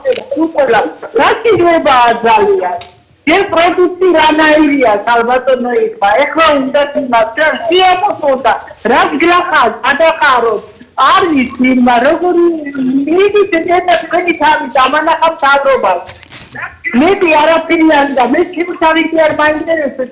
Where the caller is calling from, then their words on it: Borjomi, Samtskhe-Javakheti, Georgia; მე ბორჯომიდან გირეკავ.